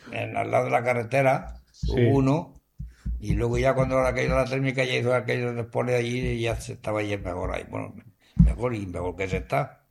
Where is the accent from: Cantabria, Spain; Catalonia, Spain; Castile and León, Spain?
Catalonia, Spain; Cubelles; Yo soy de Cubella, yo cubellense.